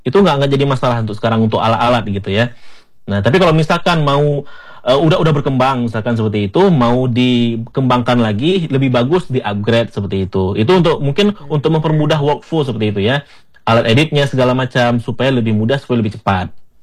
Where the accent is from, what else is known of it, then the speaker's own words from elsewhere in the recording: Aceh, Indonesia; Mungkin atau logatnya mungkin kita orang Aceh seperti itu.